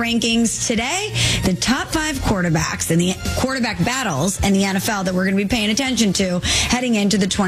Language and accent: English; Chicago, Illinois, United States; What? I'm from the Loop, and I'm proud.